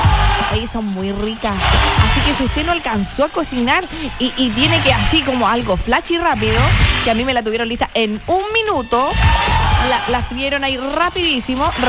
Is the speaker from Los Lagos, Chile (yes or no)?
yes; Curaco de Vélez, Los Lagos, Chile; saluda a Curaco de Vélez. Por supuesto que sí, mi tierra querida y hermosa. Mi tierra de molinos.